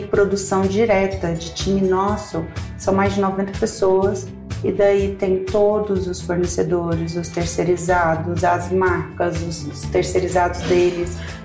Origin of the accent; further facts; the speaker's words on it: Goiânia, Goiás, Brazil; born there; moved away as an adult; now in Brasília, Brazil; nasci em Goiânia, tem uma mãe incrível, 2 irmãos, Eu sou do meio, vim para Brasília com 23 anos.